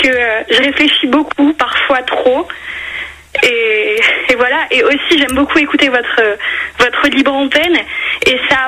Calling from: northern France, France; Moi, je suis dans le nord

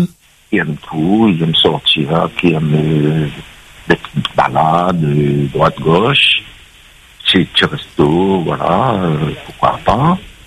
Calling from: Saint-Denis, Réunion; je suis de Saint-Denis, là.

